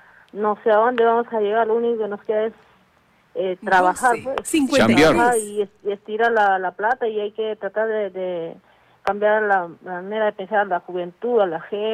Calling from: Arequipa, Peru; como arequipeños que somos

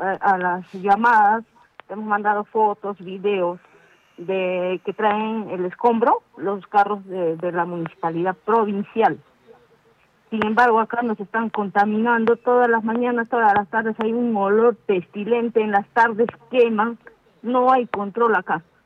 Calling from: Arequipa, Peru; yo soy del distrito de Alto Cerro Alegre

